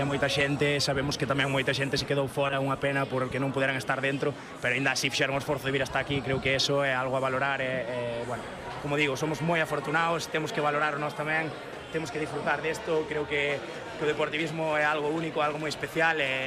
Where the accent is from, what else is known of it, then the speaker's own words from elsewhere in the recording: Galicia, Spain; Eu son un galego de pura cepa, a casa tírame moito